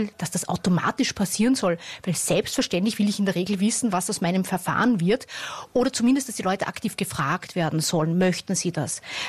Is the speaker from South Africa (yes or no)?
no; Austria; Ja, sogar wir kennen diesen Spruch.